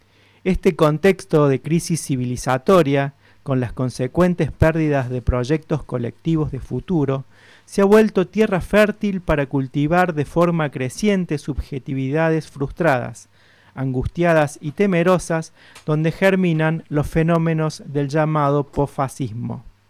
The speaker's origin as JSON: {"language": "Spanish", "country": "Argentina"}